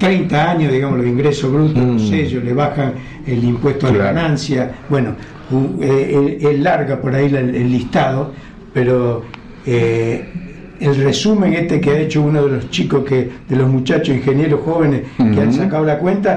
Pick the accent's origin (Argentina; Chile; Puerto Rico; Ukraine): Argentina; digamos que no somos los argentinos los que estamos manejando YPF